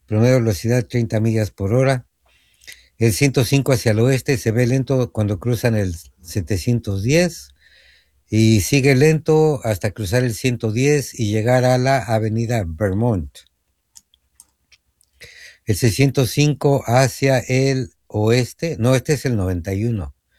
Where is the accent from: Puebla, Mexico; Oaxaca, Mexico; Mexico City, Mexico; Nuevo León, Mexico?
Mexico City, Mexico; born there; Bueno, yo no soy chilango. Yo nací ahí, pero no soy chilango.